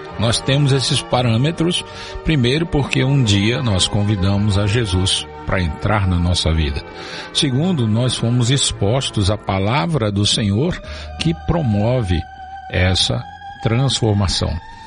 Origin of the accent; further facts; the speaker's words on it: Brazil; nós brasileiros